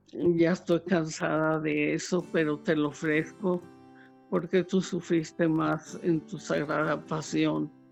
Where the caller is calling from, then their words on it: Aguascalientes, Mexico; de Aguascalientes.